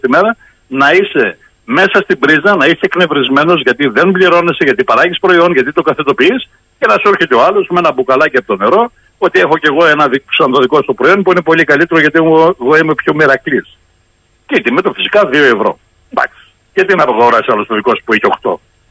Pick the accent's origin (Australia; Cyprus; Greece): Greece; Thessaly